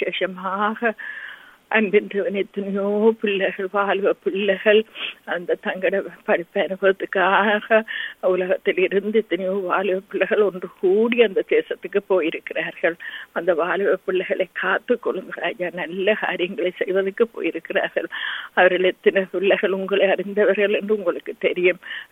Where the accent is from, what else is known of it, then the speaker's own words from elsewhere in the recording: Sri Lanka; born there; moved away; நாங்க பிறந்து வளர்ந்த தேசத்துக்காக